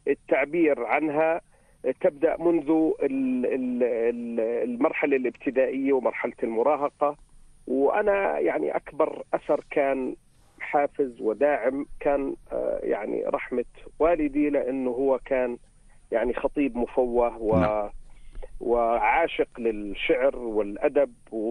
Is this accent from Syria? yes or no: no; Ajloun, Ajloun Governorate, Jordan; born there; also born or lived in Qatar; أنا مواليد عجلون 1970، ودرست في يعني في قطر شوي بالابتدائي، وبعد ذلك عدت مع الأهل إلى يعني الأردن وكملت من مدارس عبين وعجلون